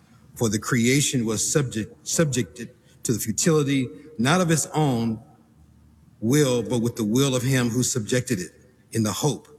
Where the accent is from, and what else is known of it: Los Angeles, California, United States; born or raised there